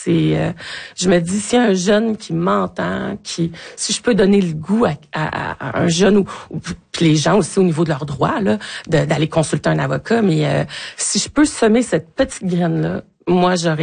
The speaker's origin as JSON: {"language": "French", "area": "Sept-Îles", "region": "Quebec", "country": "Canada", "tie": "born or raised there", "said": "Moi, je suis native de cette île."}